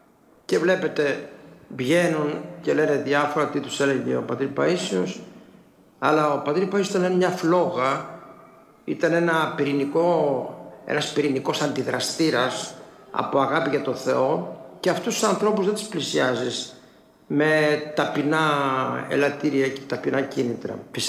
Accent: Ioannina, Epirus, Greece; Εγώ γιαννιώτης είμαι, γεννημένος στα Γιάννα και μεγάλωσα στα Γιάννα.

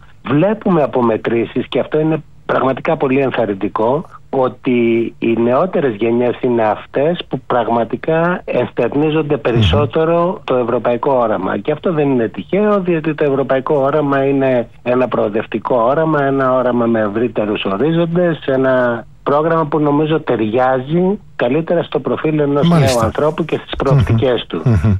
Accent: Greece; moved away

